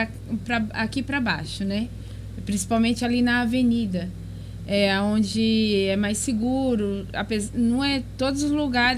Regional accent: Bahia, Brazil; Sou baiana. Tenho superação, tenho dedicação e assim vai.

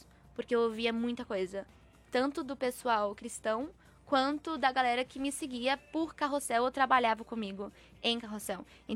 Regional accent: São Paulo, Brazil; born there; Sim, já em São Paulo. Eu nasci aqui em São Paulo, né?

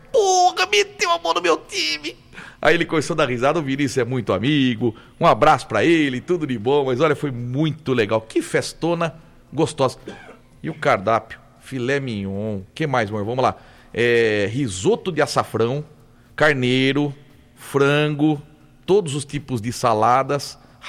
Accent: Rio Claro, São Paulo, Brazil; born there; Conterrâneo, nascemos em Rio Claro

